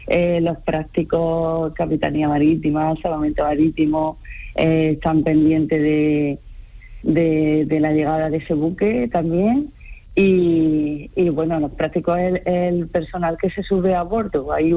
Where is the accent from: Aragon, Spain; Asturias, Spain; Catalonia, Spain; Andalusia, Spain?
Andalusia, Spain; Linares; now in Almería, Spain